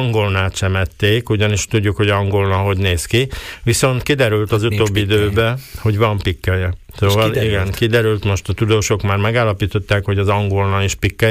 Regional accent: Komárom, Komárom-Esztergom, Hungary; hát én Komáromba alapjába véve pontyon nőttem fel, mint olyan, édesanyám nagyon szerette pontyot, karácsonyra volt pont, szomszédaink jártak, mint horgászok

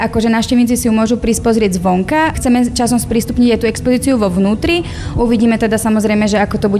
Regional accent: Brezno, Banská Bystrica Region, Slovakia; som z Brezna a na starosti mám nejaký taký marketing tu v múzeu.

